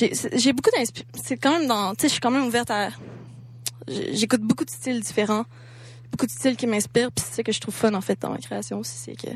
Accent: Granby, Quebec, Canada; moi, je viens de Granby, comme... J'ai étudié à Granby, ben je viens de Granby aussi.

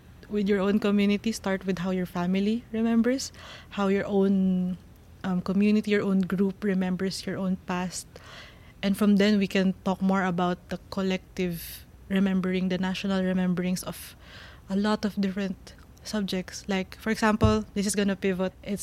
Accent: Manila, Metro Manila, Philippines; I'm from Manila. I grew up in Manila. I was born in Manila.

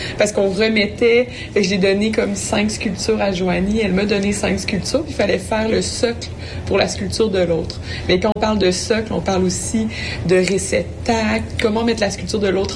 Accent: Quebec, Canada; now in Montreal, Canada; maintenant, j'habite à Montréal, mais on est les deux grandis en campagne de Montréal.

